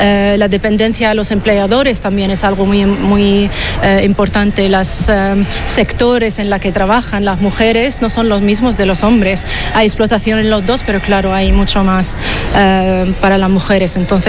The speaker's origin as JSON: {"language": "Spanish", "country": "Syria", "said": "de nuestros países, yo soy de Siria, personas LGTBI ya no son protegidos"}